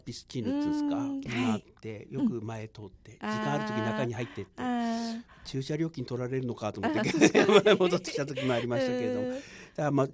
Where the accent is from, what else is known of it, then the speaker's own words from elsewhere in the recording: Nishiokoppe, Hokkaido, Japan; 僕のふるさと西横っぺから少し車で移動いたしますと、